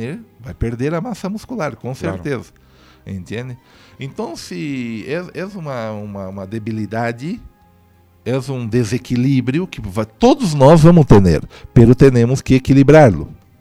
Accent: Brazil; now in Bolivia; eu sou brasileiro.

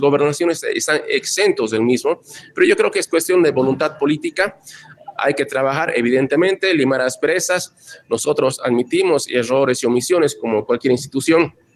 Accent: Tarija, Bolivia; Todos somos tarijeños

